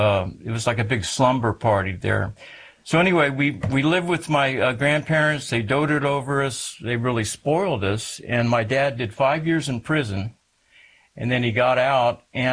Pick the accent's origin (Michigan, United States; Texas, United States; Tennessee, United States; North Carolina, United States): Texas, United States; San Antonio; born there